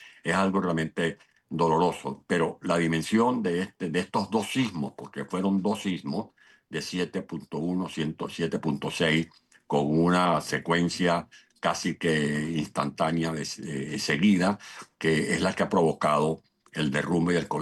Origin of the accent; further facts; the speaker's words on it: Venezuela; dolorosamente en mi país es estremecido por este sismo